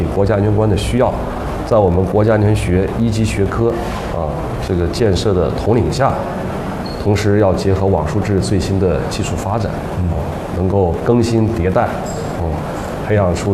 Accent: China

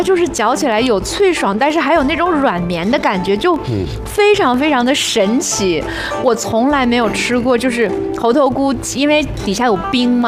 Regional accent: Northeast China, China; accent: Northeastern Mandarin; 用咱们东北话讲叫肉头

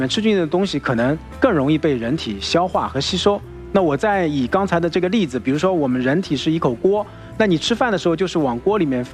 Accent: China; 我们中国人

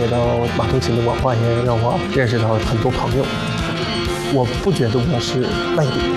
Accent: Norway; Chinese is a second language; 我来自挪威，

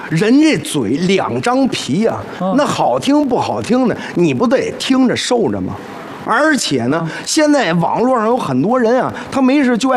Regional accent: Henan, China; now in Tianjin, China; 我是河南人，我就是在天津工作。

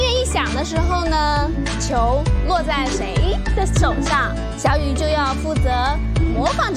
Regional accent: Ji'an, Jiangxi, China; 大家好，我们是来自江西吉安的

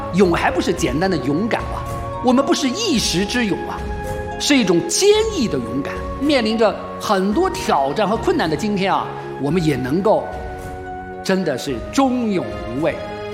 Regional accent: China; 我们想想我们中国人的很多成语啊

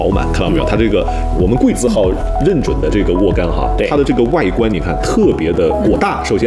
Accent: Guangxi, China

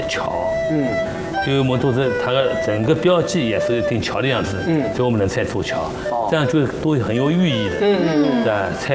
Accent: Hangzhou, Zhejiang, China; 因为我们杭州人很辣，也接受不了

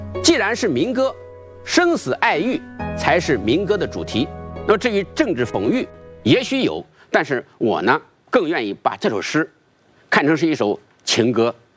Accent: China

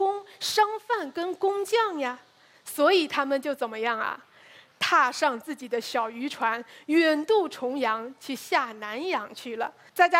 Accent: Fujian, China

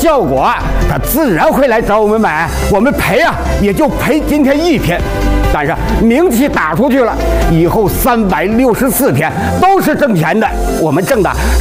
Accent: Northeast China, China; 人参是我们东北一大宝，我们那有句土话说，一两黄金一两货，鹤发童颜百年活。

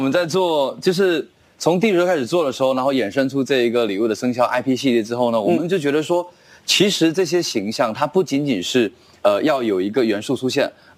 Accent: Quanzhou, Fujian, China; born or raised there

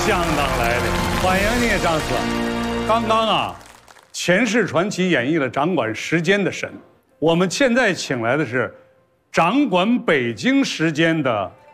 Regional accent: Shaanxi, China

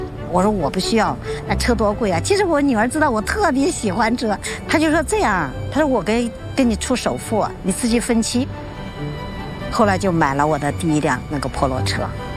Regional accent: Tibet, China; moved away; 因为我是从西藏长大

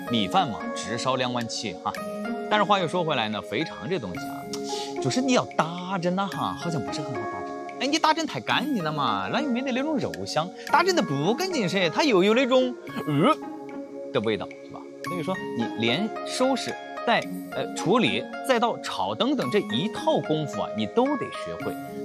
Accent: Sichuan, China

